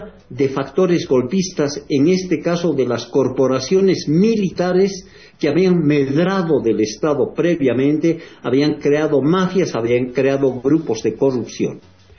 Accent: Bolivia

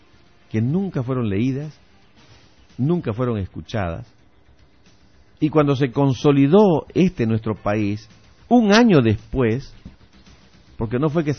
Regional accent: Santa Cruz, Bolivia; los cruceños, que somos bolivianos por supuesto y muy bolivianos

